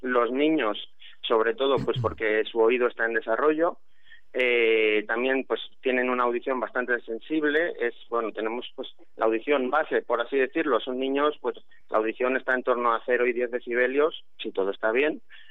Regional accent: Alicante, Valencian Community, Spain; Yo soy alicantino desde siempre y desde que nací.

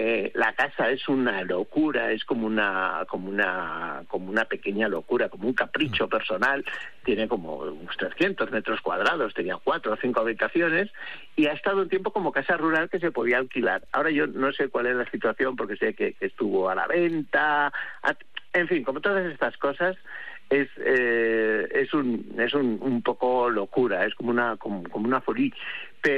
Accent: Ávila, Castile and León, Spain; Si yo soy de Ávila, soy un abulense genético, que es que me he criado gracias a las patatas revolconas, a la morcilla y a los platos de judías

